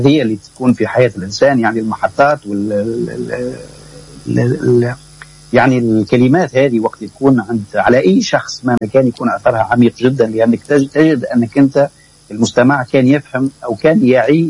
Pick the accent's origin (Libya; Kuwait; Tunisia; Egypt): Tunisia; southern Tunisia; عندنا في الجنوب